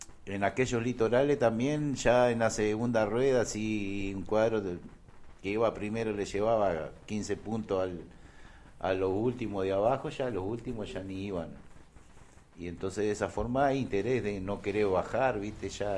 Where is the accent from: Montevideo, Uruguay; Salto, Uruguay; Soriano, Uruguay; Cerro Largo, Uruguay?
Salto, Uruguay; a veces nosotros los salteños quedamos contentos